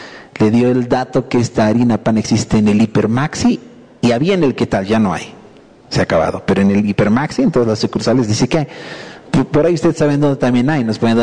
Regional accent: Bolivia; Yo como boliviano, mi esposa y mis hijos, la sarta de pollo

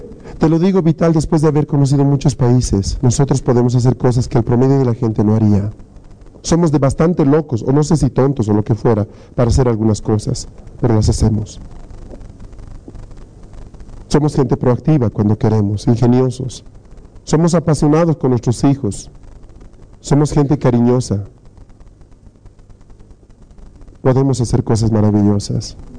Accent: Bolivia; Somos bolivianos. Estamos habilitados para hacer eso.

